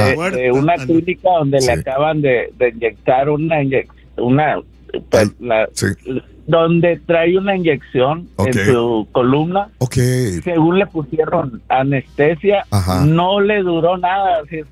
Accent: Matamoros, Tamaulipas, Mexico; Sí, Laura, somos de Matamoros, Raúl.

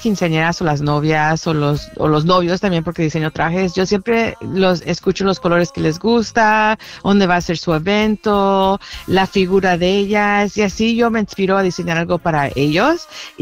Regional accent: El Salvador; now in Downey, United States

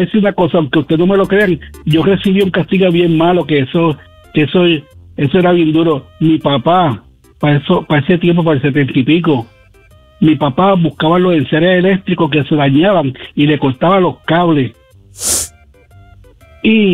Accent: Ponce, Puerto Rico; Porque nosotros vivíamos en Ponce y yo sí nací y criado en López Nusa, allá para frente a Plaza Caribe.

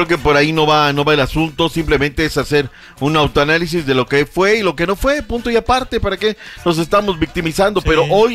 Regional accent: Mexico; somos tan mala gente los mexicanos con los argentinos.

